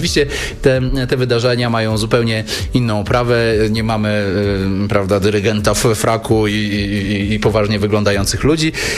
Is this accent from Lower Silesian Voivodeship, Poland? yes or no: yes; Wrocław, Lower Silesian Voivodeship, Poland; ja akurat jestem wrocławianinem